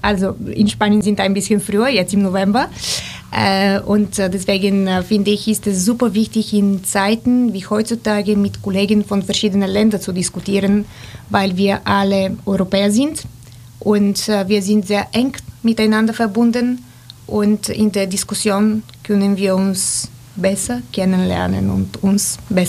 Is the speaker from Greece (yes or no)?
no; Bulgaria; German is a second language; moved away as an adult; now in Germany; ich bin Bulgarin